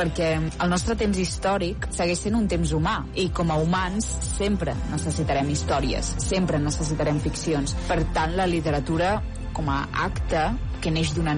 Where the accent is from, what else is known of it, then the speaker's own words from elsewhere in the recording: Catalonia, Spain; hi ha una mena de barrelleva mental que, com a catalans, demano que revisem.